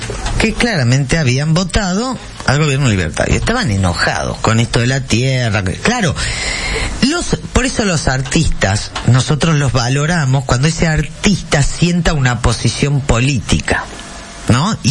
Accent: Argentina

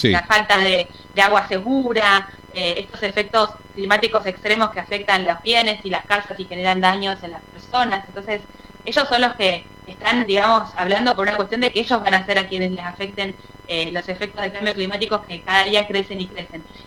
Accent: Tierra del Fuego, Argentina; Además, nuestra provincia obviamente tiene un clima subantártico, pero hay muchas formas de producir alimentos

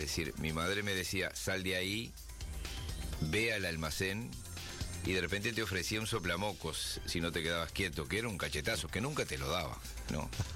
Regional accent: Rocha, Uruguay; moved away; en Rocha le diríamos toalla, ¿no? Porque allá hablamos así

